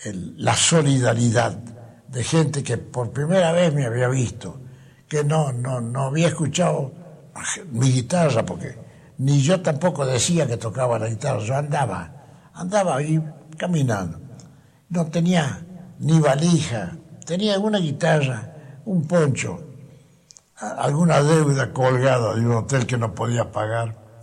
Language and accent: Spanish; Argentina; un argentino pobre